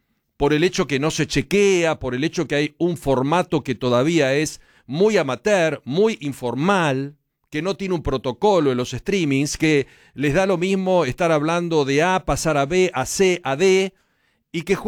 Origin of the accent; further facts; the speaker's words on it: Argentina; Podría, siendo argentinos como somos nosotros, llevarse por delante a todo el mundo